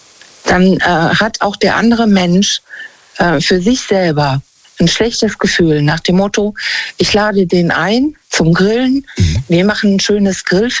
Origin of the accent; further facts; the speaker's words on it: Bonn, North Rhine-Westphalia, Germany; Aus der Nähe von Bonn.